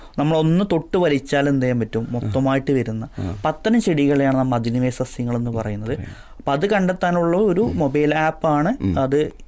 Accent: Mampad, Kerala, India; ഞാൻ ജനിച്ചത് മലപ്പുറം ജില്ലയിലെ നിലമ്പൂരടുത്ത് മമ്പാട് പന്തലിംഗ് എന്ന് പറഞ്ഞ സ്വദേശത്താണ്.

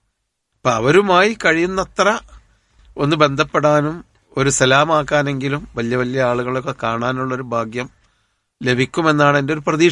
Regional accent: Kerala, India; ഞങ്ങൾ രണ്ടുപേരുമാണ് കേരളത്തിൽ നിന്നായിട്ട് അറിയപ്പെട്ടത്.

